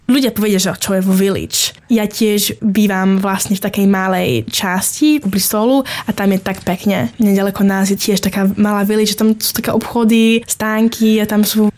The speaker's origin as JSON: {"language": "Slovak", "region": "England", "country": "United Kingdom", "second_language": "Slovak", "said": "ja mám kamarátky aj doma v Anglicku"}